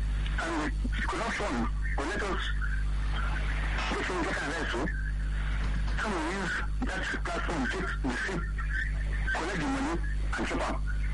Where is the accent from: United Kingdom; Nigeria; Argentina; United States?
Nigeria; Suleja, Niger State; I'm from Suleja.